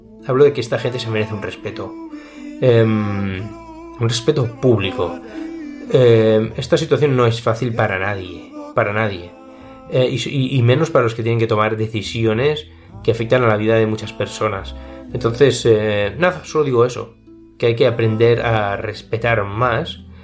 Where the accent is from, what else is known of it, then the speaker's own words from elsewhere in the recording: Spain; se enteran, vaya, que eres español